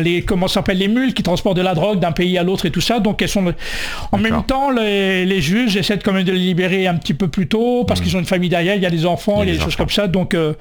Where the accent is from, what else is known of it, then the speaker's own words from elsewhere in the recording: France; born there; Parce qu'avant, j'étais que algérien. Pourtant, je suis né en France.